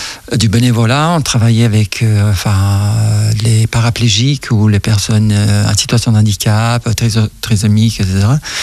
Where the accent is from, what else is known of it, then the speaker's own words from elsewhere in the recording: Sicily, Italy; Oui, c'est la Sicile. Je viens de Sicile.